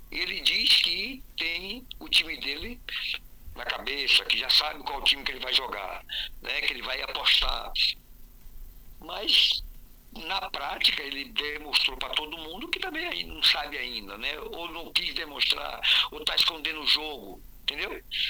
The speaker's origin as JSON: {"language": "Portuguese", "country": "Brazil", "said": "todos nós somos brasileiros"}